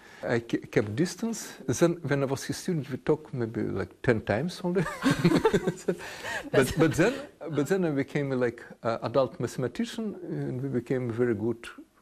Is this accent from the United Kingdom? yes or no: no; Russia; English is a second language; You see, because I'm from Russia and I never been on the east of Ural Mountains in Russia, so I've seen only in very little of western part.